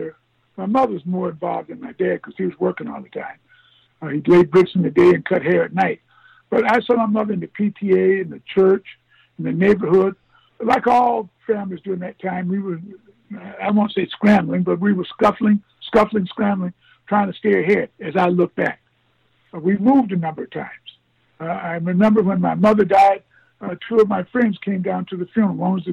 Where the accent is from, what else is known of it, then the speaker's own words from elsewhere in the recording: Statesboro, Georgia, United States; also born or lived in Tignall, Georgia; now in Minneapolis, United States; So that's where I was born. I was raised in South Georgia, in a place called Statesboro, Georgia, and Bullock County, which is down near Savannah.